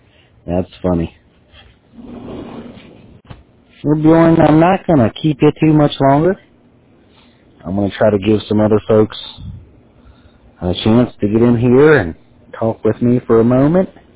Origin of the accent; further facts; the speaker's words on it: Virginia, United States; But I am originally from Virginia. This is also a coastal state, although not quite like this one.